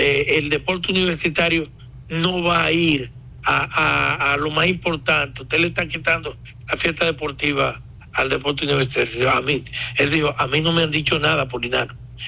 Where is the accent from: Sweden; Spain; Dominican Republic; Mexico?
Dominican Republic; nosotros como República Dominicana